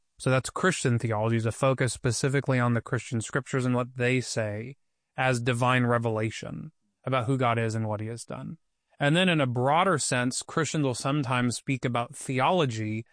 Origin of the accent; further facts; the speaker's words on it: California, United States; I was used to growing up with smog. And so, like, as a kid, growing up in the Inland Empire, we'd go to our local water park